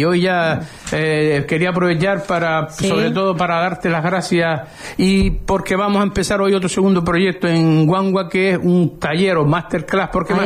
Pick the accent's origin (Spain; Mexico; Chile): Spain; Arrecife, Canary Islands; also born or lived in La Tiñosa; yo empecé desde niño viviendo, me trasladé de La Tiñosa a Arrecife, y creo que tengo, por lo menos yo mismo, me tengo un compromiso moral con Arrecife.